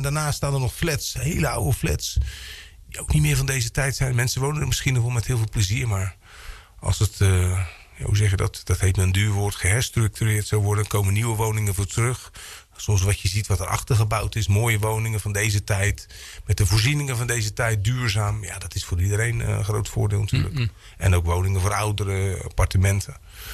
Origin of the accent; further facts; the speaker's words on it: Slikkerveer, South Holland, Netherlands; also born or lived in Drievliet; Want wij zijn in 1979 van de Bennetsweerstraat in Slikkerveer verhuisd naar Drievliet. Zoals ik al zei, we hebben daar 3-4 jaar gewoond.